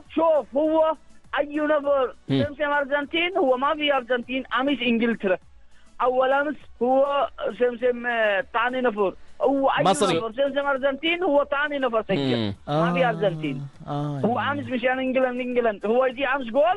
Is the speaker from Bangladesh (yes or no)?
yes; Dhaka, Dhaka Division, Bangladesh; Arabic is a second language; دكا معلوم دكا